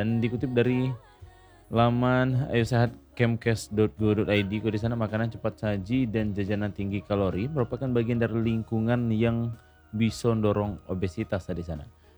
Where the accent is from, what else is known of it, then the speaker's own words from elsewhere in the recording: Sumatra, Indonesia; kita orang Sumatera